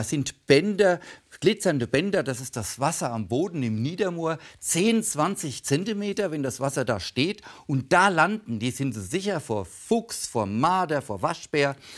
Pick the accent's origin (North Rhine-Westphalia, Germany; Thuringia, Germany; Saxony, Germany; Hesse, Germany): Hesse, Germany; Büttelborn; zum Beispiel Bruchwiesen bei Büttelborn, meiner Heimat.